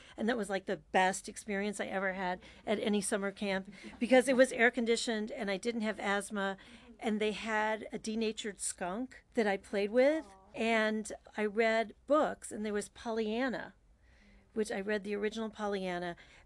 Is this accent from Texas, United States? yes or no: yes; Houston, Texas, United States; I grew up in Houston